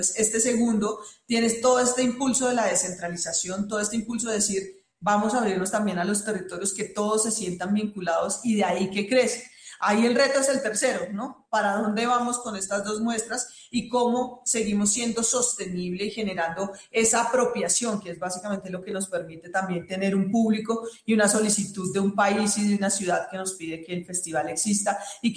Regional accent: Colombia

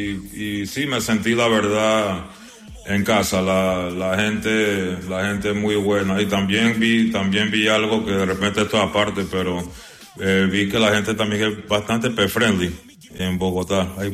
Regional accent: Panama; acá también, acá, aquí en mi país, en Panamá.

